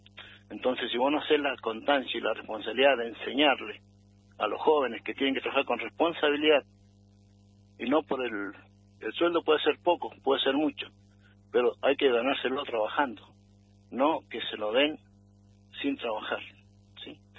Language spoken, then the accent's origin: Spanish; Malargüe, Mendoza, Argentina; el pueblo que es Malargüe, al cual es mi terruño, y en la cual amo